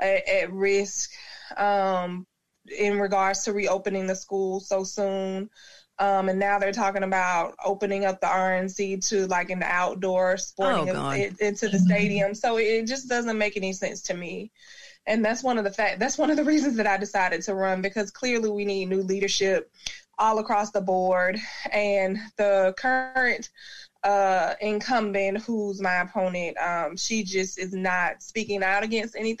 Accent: Jacksonville, Florida, United States; born there; I was born in Florida, in Jacksonville, of all places, on the northwest side of town, where we're often neglected and things like that.

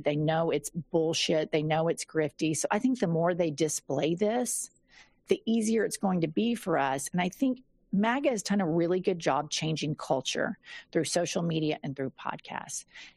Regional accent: Bible Belt, United States; But here's something I know about growing up in the Bible Belt.

